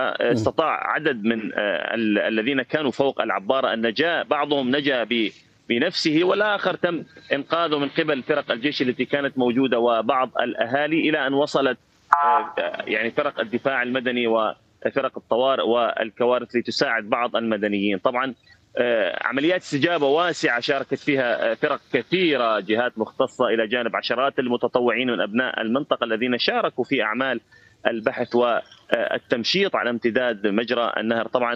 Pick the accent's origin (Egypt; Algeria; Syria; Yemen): Syria; Deir ez-Zor Governorate; عندنا في دير الزور 32 جسر تقريبا